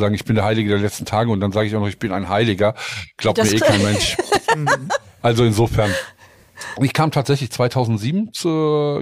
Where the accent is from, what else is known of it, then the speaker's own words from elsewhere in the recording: Frankfurt, Hesse, Germany; Ich komme aus Frankfurt